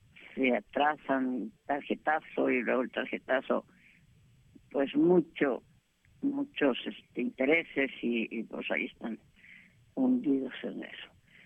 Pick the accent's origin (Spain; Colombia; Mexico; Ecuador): Mexico; Jalisco; Tú sabes que nos criamos allá en Jalisco y pues queremos mucho Guadalajara y a nuestro estado.